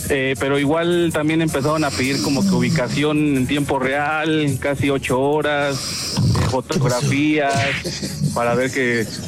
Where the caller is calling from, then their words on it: Mexico City, Mexico; Acá de Ciudad de México.